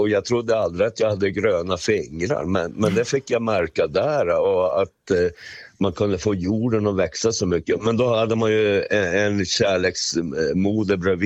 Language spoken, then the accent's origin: Swedish; Sweden; born there; som sagt så föddes jag ju faktiskt här uppe och min kära mor, hon var, jag brukar säga hon var 1,10